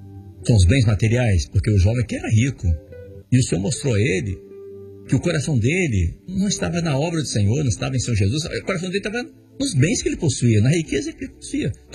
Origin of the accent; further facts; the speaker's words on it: Brazil; Mas somos brasileiros, na verdade